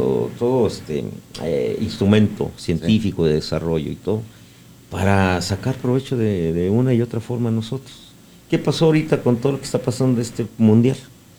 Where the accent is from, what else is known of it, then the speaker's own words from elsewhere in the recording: Mexico; Nosotros somos mexicanos